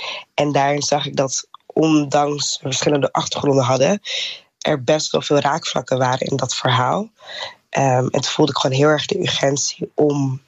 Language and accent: Dutch; Netherlands; born there; ik ben Oegandees. Ik heb ouders die daar zijn opgegroeid, maar zelf ben ik in Nederland geboren.